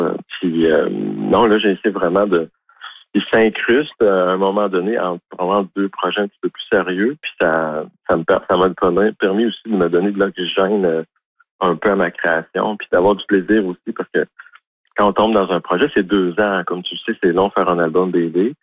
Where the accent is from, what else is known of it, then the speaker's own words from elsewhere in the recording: Quebec, Canada; accent: Québécois; Mais je voulais vraiment te donner le langage québécois. Pour moi, c'est important